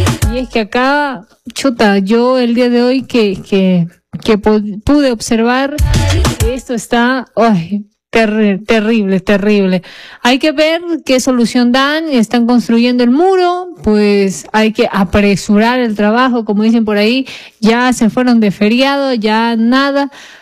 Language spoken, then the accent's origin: Spanish; Ecuador; nos quedó como que la pica como ecuatorianos